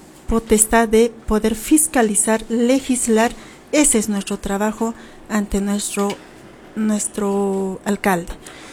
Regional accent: Calca, Cusco, Peru

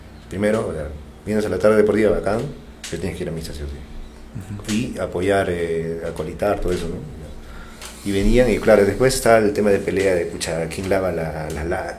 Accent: Limatambo, Cusco, Peru; now in Huarán, Peru; soy de Limatambo.

